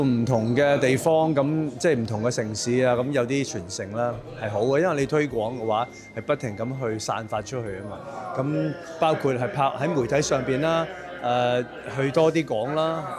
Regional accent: Hong Kong; 我香港人，咁我梗係講粵語啦

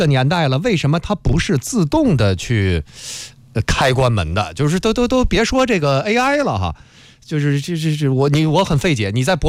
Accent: China; 我说这帮人不会觉得我们中国人第一次坐地铁吧？

